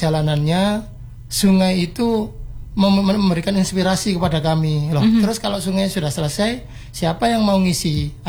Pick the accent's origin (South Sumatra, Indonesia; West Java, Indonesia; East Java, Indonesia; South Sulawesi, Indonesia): East Java, Indonesia